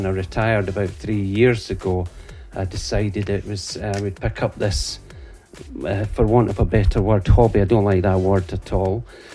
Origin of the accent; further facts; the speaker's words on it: Edinburgh, Scotland, United Kingdom; moved away as an adult; now in Fife, United Kingdom; I am originally from Edinburgh, but I've lived in Fife for nearly 40 years now.